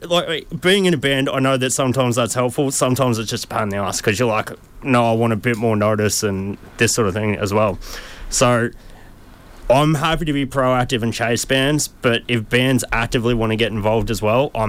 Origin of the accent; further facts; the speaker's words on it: Newcastle, New South Wales, Australia; I grew up in Newcastle